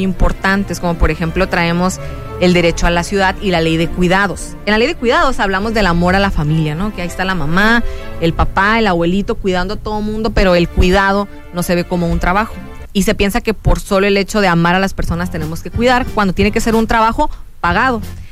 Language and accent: Spanish; Mexicali, Baja California, Mexico; amar a la ciudad, amar donde vives, donde naciste, donde creciste, donde me formé políticamente. Yo soy hija de familia migrante, mi papá de Sinaloa, mi madre de Oaxaca, y soy la primera generación de cachanillas